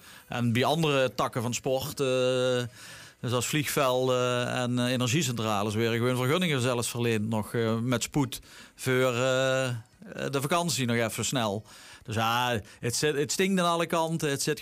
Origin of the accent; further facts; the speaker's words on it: Maastricht, Limburg, Netherlands; Nou, de eerste 7 jaar van mijn leven heb ik in Maastricht gewoond.